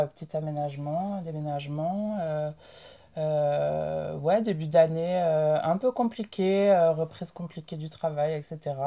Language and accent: French; Carcassonne, Occitanie, France; genre la comédie musicale de la romance de Dame Carcasse, parce que je viens de Carcassonne.